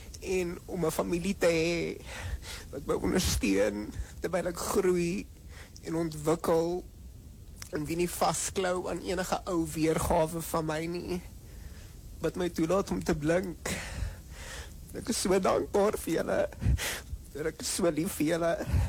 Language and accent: Afrikaans; Mbombela, Mpumalanga, South Africa; Ek kom uit die Laagveld uit. Mbombela specifiek. Maar ek sê altyd Laagveld. Want ek het groot geword saam met die mense van Sabi en Easy View en Komati Poort